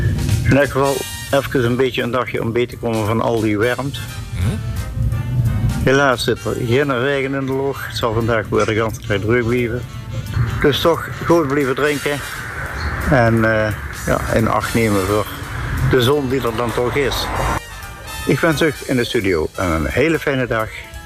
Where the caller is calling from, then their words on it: Grashoek, Limburg, Netherlands; vanuit de Graashoek.